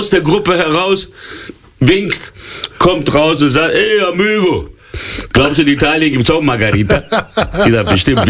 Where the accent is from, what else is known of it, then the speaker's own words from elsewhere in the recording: São Paulo, Brazil; Und habe gesagt, ich komme aus São Paulo, habe meinen Lieblingsverein genannt, das war der Konkurrent von Santos, das war Palmeiras.